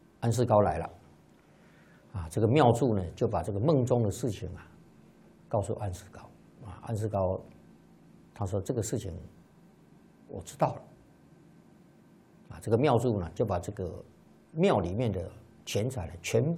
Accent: China; 在我们中国人的习惯来讲

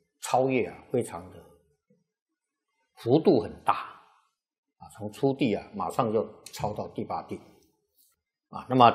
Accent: Taiwan; 你看那个澳洲呢，跟我们台湾人口差不多啊

